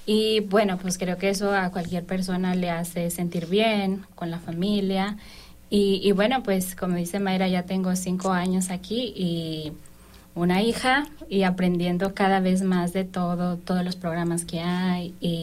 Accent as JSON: {"language": "Spanish", "region": "San Luis Potosí", "country": "Mexico", "tie": "born or raised there", "moved": "yes", "lives_now": "Bloomington, United States", "said": "Yo soy originaria de México, San Luis Potosí. Tengo una hija"}